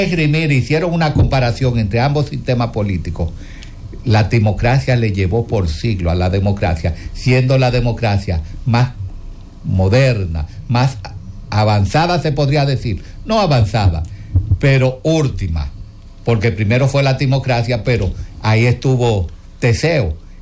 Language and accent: Spanish; Dominican Republic